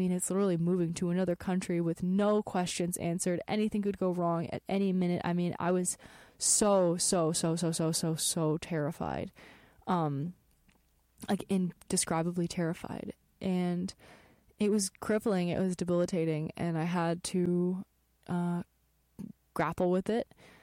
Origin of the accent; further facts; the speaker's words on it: United States; moved away as an adult; also born or lived in Berlin